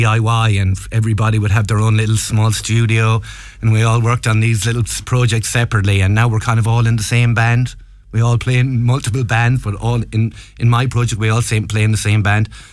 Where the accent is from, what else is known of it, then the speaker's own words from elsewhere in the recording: Tipperary, Munster, Ireland; I used to be a punk guy, an emo guy back in the day when I was growing up in Tipperary.